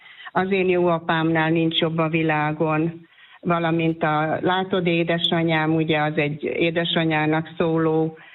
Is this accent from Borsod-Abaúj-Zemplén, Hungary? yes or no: yes; Gömörszőlős, Borsod-Abaúj-Zemplén, Hungary; moved away as an adult; now in Felsőzsolca, Hungary; Én Gömörszöllősön születtem, az egy kis falu. Én 22 éves koromig éltem ott, akkor kerültem el ide Felső Zsolcára, amikor férjhez jöttem.